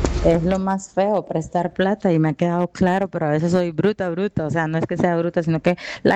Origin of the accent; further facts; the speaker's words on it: Bluefields, South Caribbean Coast Autonomous Region, Nicaragua; now in Costa Rica; Y como ella está en Bluefield, yo soy de Bluefield y yo estoy acá en Costa Rica.